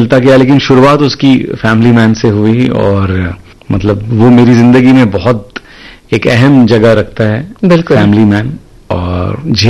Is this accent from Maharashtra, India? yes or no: yes; Mumbai, Maharashtra, India; तो मैंने बोला मैं मुंबई में पला बड़ा हूं, मराठी बोल लेता हूं।